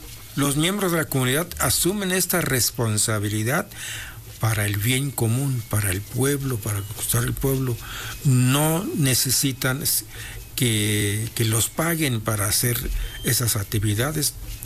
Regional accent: Mixteca, Mexico; born there; moved away

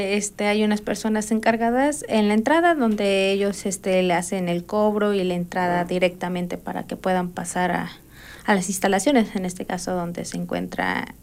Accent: Acatlán, Mexico; cada uno de los que somos aquí de Acatlán.

